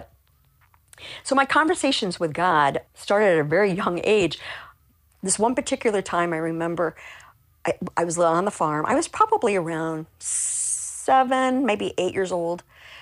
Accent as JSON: {"language": "English", "region": "Iowa", "country": "United States", "tie": "born or raised there", "moved": "yes", "said": "I'm from Iowa originally. I grew up on a farm. I was the oldest of four children."}